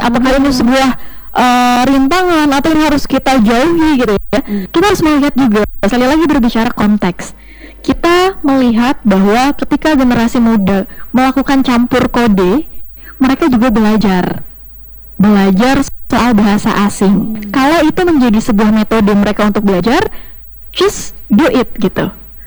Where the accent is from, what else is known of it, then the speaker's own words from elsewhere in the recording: Palangkaraya, Central Kalimantan, Indonesia; Aku tuh lahir di Palangkaraya, asli Kalimantan Tengah.